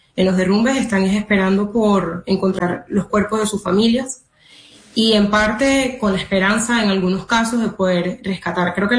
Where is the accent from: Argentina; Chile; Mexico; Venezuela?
Venezuela; La Guaira; nació en La Guaira, somos de La Guaira